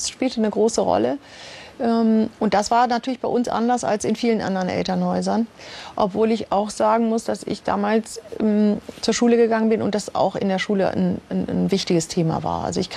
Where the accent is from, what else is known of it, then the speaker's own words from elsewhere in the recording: Rhineland-Palatinate, Germany; German is a second language; also born or lived in Amsterdam; unser neues Zuhause, das in einer Kleinstadt in nördlichen Rheinland-Pfalz war